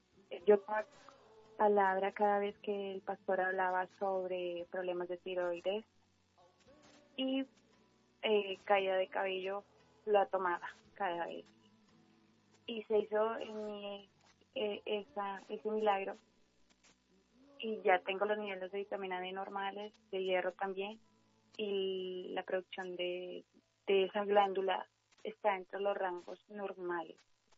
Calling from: Leticia, Amazonas, Colombia; Estoy llamando desde Leticia.

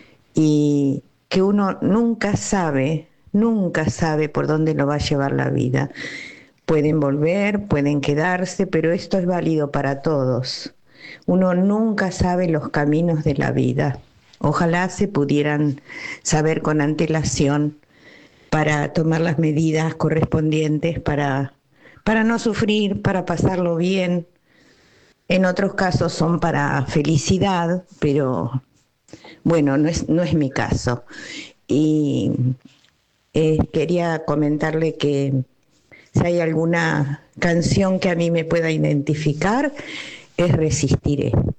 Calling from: Tandil, Buenos Aires Province, Argentina; de Tandil.

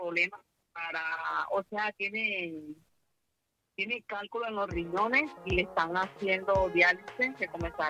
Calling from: Barranquilla, Atlántico, Colombia; De Barranquilla.

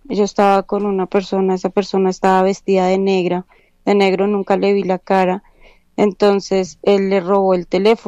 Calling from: Cota, Cundinamarca, Colombia; Te hablo desde Cota.

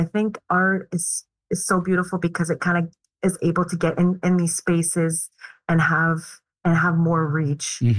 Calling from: Montreal, Quebec, Canada; I'm speaking from Montreal, those that are in Montreal.

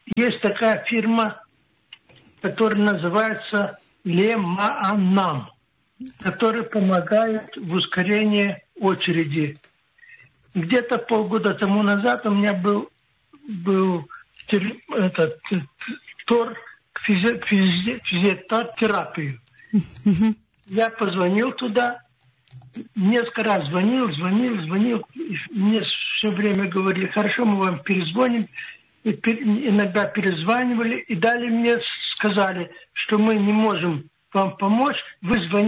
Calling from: Ashdod, Southern District, Israel; Я звоню из Эшдот, я тоже пережил Холокост.

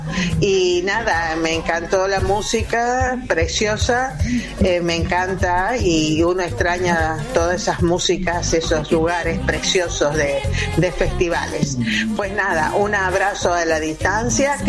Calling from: Alicante, Valencian Community, Spain; te hablo desde aquí de Alicante, España.

